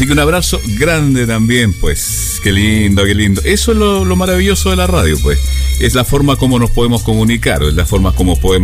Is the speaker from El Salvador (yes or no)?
no; Chile; now in Sweden; nosotros como chilenos, que estamos radicados en Suecia hace tantos años